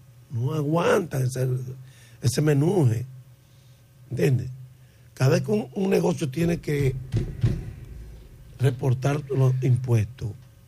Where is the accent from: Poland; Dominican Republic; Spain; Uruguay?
Dominican Republic; nosotros como dominicanos queremos ver un poco de sacrificio del gobierno.